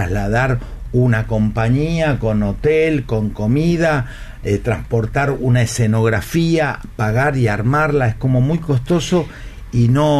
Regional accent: Italy; Yo soy italiano.

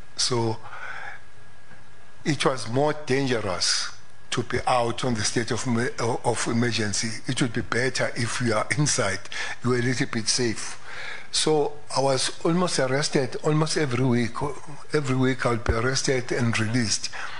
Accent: Lamontville, KwaZulu-Natal, South Africa; I remember that about three houses from my house where I grew up in Lamontville, Mhlanga Road.

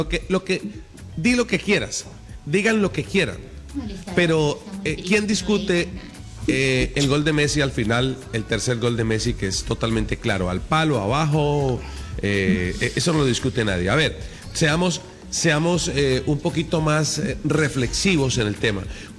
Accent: Colombia; nuestra selección colombiana.

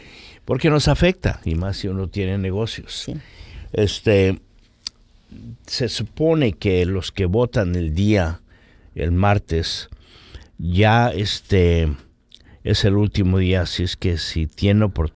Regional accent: California, United States; yo me crié en 1021 Smith Street. Me crié ahí en el Projects

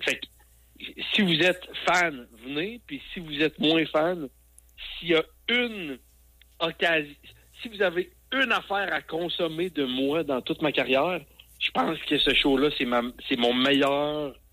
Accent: Quebec City, Quebec, Canada; Je viens de Québec.

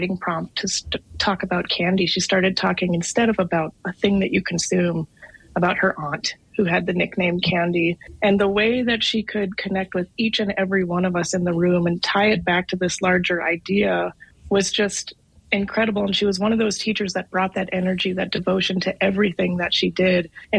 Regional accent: North Dakota, United States; also born or lived in New York; it happens to be in my home state of North Dakota, spent the last 8 years in New York, and now I've built this fantastic skill set, this experience, this expertise, and bringing it back to Western North Dakota

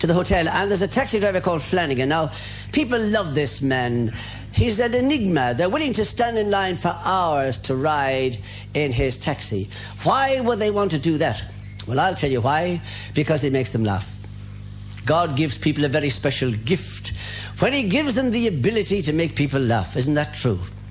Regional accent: Ireland; I come to you from the Emerald Isle, the Island of Smiles. We're here tonight to celebrate the beauty that lies in our heritage of Irish humour.

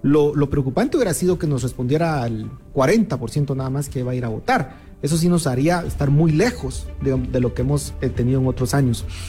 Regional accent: Guatemala

